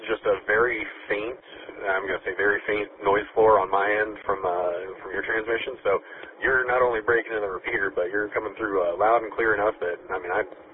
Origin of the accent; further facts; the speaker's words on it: Delaware, United States; born there; moved away; This was back when I was in my home state of Delaware.